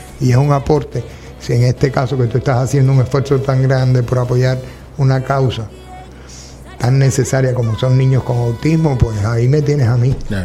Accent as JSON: {"language": "Spanish", "country": "Mexico", "said": "porque ya yo soy mexicano y soy campechano desde hace 27 años, tengo pues el corazón mío aquí en esta tierra, con este calor."}